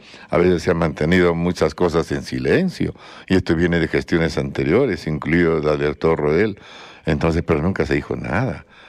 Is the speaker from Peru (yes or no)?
yes; Arequipa, Peru; como ciudadanos peruanos y arequipeños, tenemos derecho a exigirles transparencia, mayor claridad y que den la cara.